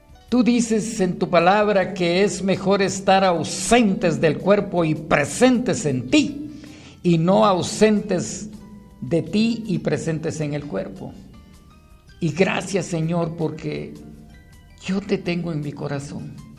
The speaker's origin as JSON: {"language": "Spanish", "town": "Cuilco", "region": "Huehuetenango", "country": "Guatemala", "moved": "yes", "said": "me escucha en mi pueblo, Cuilco. Ah, mi Cuilco adorado. Soy de Cuilco. Y por eso envío un saludo a mi pueblo maravilloso."}